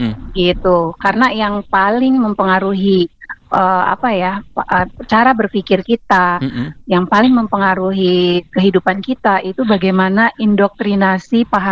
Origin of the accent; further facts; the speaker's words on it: Indonesia; Dan kita bangga menjadi bagian dari warga Nusantara gitu.